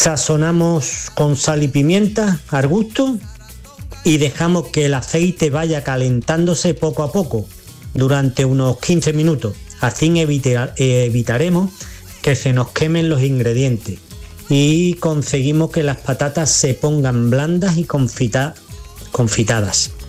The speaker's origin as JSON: {"language": "Spanish", "town": "Mijas", "region": "Andalusia", "country": "Spain", "said": "de las Lagunas de Mijas."}